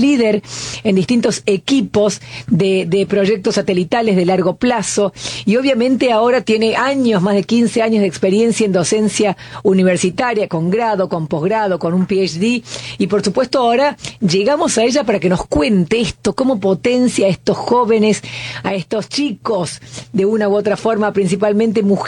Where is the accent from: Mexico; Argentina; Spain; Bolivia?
Argentina; Córdoba; yo soy cordobesa